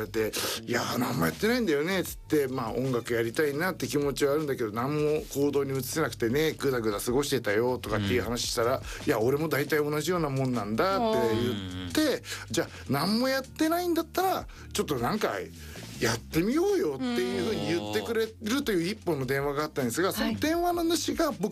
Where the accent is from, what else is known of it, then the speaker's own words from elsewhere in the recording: Chiba, Japan; 私自身は千葉県千葉市出身なんですけど